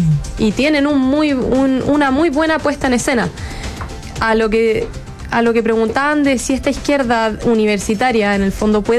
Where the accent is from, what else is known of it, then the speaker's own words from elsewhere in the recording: Chile; esta violencia no somos los estudiantes de Chile